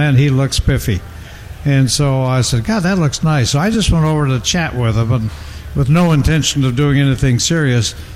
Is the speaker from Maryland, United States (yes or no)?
no; Minnesota, United States; I'm from Minnesota, and I was up in Minneapolis